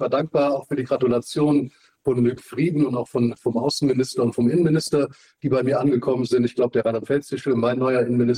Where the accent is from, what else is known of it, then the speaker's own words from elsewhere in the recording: Rhineland-Palatinate, Germany; Ich komme aus der Vulkaneifel, war viele Jahre ehrenamtlicher Geschäftsführer des deutsch-luxemburgischen Naturparks.